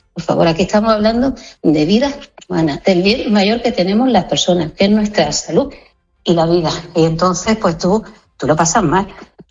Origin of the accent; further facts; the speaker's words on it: Spain; Nosotros somos españoles, tanto Ceuta como Melilla